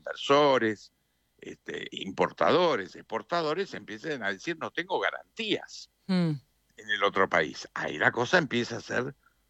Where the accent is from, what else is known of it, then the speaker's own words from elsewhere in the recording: Argentina; A mí me pongo colorado de vergüenza propia, porque yo soy argentino